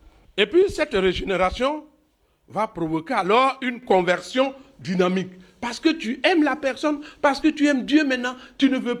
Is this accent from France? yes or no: no; Abidjan, Côte d’Ivoire; j'ai fait toute mon enfance à Port-Boué